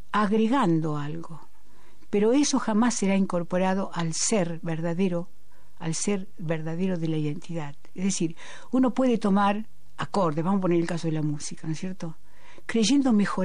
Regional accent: Argentina; la que nos expresa como argentinos en el concierto de los pueblos

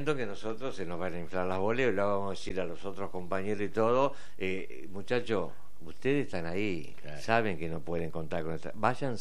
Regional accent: Argentina

